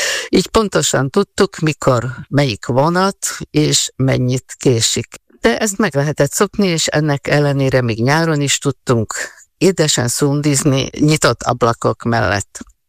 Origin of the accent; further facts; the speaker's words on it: Košice, Košice Region, Slovakia; moved away; Kassai születésű vagyok, és annak ellenére, hogy már jó néhány éve elkerültem Kassáról, sőt mondhatnám azt is, hogy néhány évtizede nem élek Kassán.